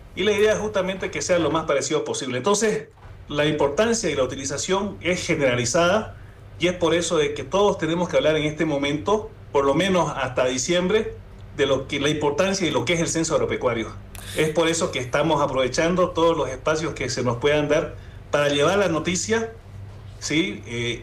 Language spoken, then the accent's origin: Spanish; Bolivia; nosotros como individuos, como bolivianos, como ciudadanos vivientes en el Estado, en nuestro territorio